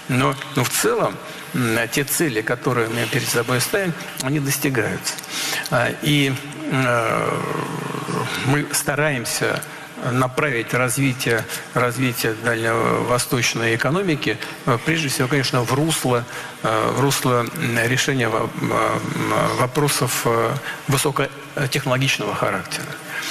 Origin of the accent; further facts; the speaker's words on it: Saint Petersburg, Russia; Шанхай – город-побратим моего родного города, Петербурга